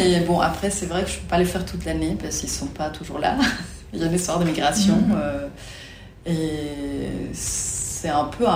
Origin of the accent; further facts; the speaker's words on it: Ensenada, Baja California, Mexico; French is a second language; also born or lived in Mexico City; Moi, je viens de Mexico, mais j'ai grandi dans une toute petite ville qui s'appelle Ensenada, donc pas loin de la frontière avec les États-Unis.